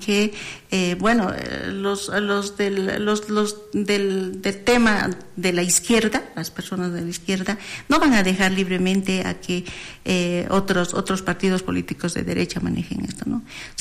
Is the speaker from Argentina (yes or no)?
no; Bolivia; nosotros estamos sumidos como bolivianos.